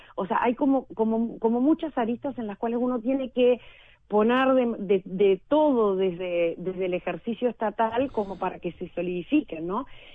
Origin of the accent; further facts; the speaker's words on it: Uruguay; uno como uruguayo